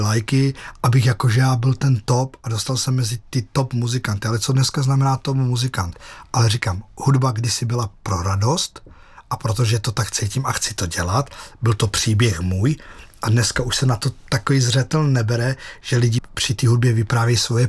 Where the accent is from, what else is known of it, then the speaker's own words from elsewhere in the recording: Plzeň Region, Czechia; s velkým svolením od rodiny Giňových z Rokycan, tím, že jsem vyrůstal na Rokycansku